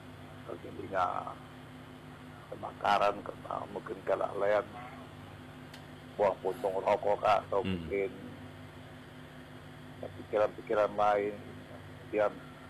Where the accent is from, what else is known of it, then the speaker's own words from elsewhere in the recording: Eastern Indonesia, Indonesia; sudah menjadi budaya bagi kami di kawasan timur